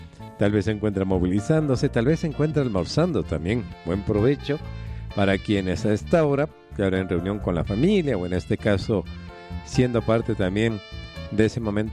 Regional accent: Quito, Pichincha, Ecuador; nos identifica como quiteños

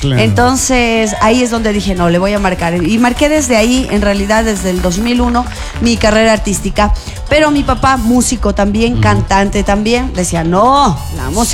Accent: Latacunga, Cotopaxi, Ecuador; Yo soy de la ciudad de La Tacunga, la provincia de Cotopaxi.

